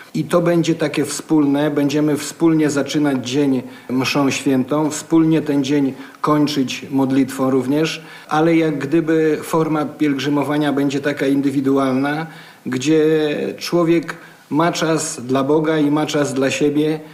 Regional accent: Ciechanów, Masovian Voivodeship, Poland; Ja pochodzę z Ciechanowa i tam mieszkam, to można powiedzieć, że święty Stanisław to taki mój ziomek, bo praktycznie niecałe 20 kilometrów od mojej miejscowości jest Rostkowo.

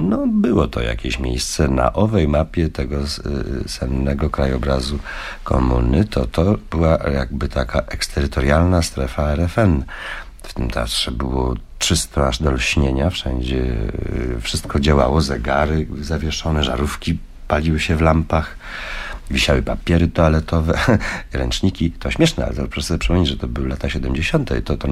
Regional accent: Łódź, Łódź Voivodeship, Poland; born there; Tak, urodziłem się w Łodzi na Łęczyckiej 8.

